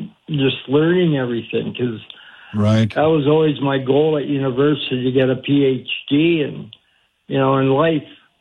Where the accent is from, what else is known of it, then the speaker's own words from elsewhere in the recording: Kitchener, Ontario, Canada; And I grew up in, I was born in Kitchener to parents who immigrated after the Second World War with my two older brothers.